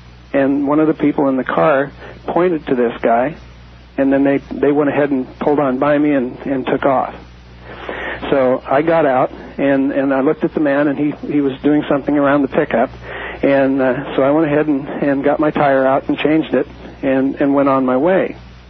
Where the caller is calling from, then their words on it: Lynnwood, Washington, United States; I'm calling from Linwood, Washington.